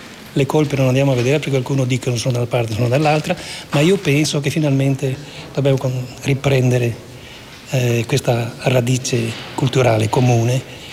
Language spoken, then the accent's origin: Italian; Veneto, Italy; also born or lived in Vienna; Io sono veneto, però dopo gli studi in Italia, in Veneto e a Santa Cecilia a Roma, sono nato a Vienna.